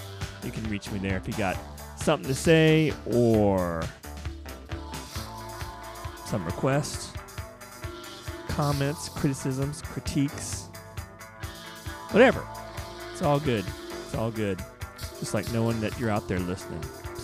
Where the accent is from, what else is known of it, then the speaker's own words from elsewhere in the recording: North Carolina, United States; now in Santa Clara, United States; Out of my home state of North Carolina.